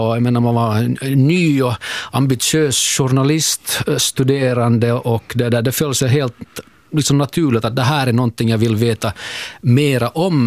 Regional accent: Ostrobothnia, Finland; Det här är nog viktigt att betona att jag är hemma i Österbotten.

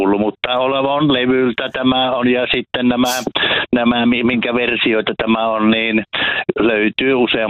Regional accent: Savonia, Finland; kyllä olen ihan syntyperäinen ja pesukestävä.

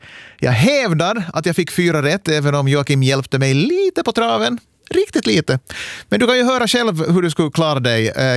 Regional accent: Korsholm, Ostrobothnia, Finland; Jag kollade jättemycket på SVT i min ungdom när jag bodde där i Korsholm utanför Vasa, där jag växte upp.

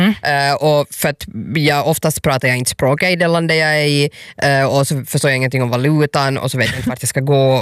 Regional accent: Finland; jag är finsk turist.

